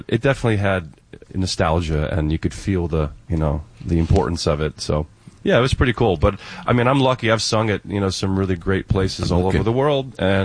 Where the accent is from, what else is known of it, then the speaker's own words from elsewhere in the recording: Clinton, New Jersey, United States; also born or lived in Summit, New Jersey; I grew up, I was born in Summit, then I grew up in near Clinton.